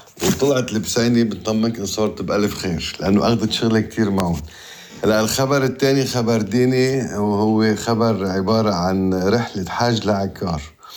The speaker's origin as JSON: {"language": "Arabic", "country": "Lebanon", "accent": "Lebanese", "said": "هي قصة بسيني صغيرة بلهجتنا اللبنانية"}